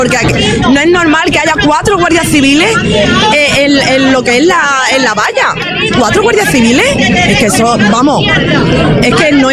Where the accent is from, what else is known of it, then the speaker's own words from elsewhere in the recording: Ceuta, Spain; los ceutíes son muy españoles, porque tenemos la frontera al lado, y somos muy españoles.